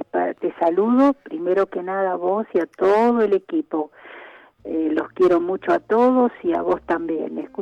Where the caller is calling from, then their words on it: Bernal, Buenos Aires Province, Argentina; de Bernal.